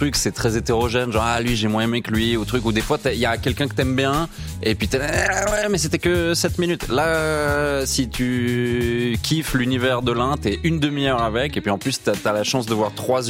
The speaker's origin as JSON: {"language": "French", "region": "Fribourg", "country": "Switzerland", "said": "tu dis que je viens d'un canton qui est typiquement suisse, parce que je viens de Fribourg."}